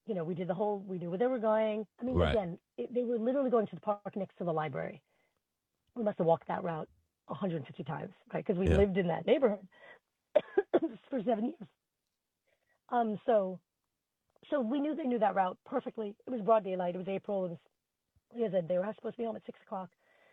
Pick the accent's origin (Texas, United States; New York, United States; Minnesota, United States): New York, United States; Flushing; I grew up in Flushing. I'd walk home from the park all the time.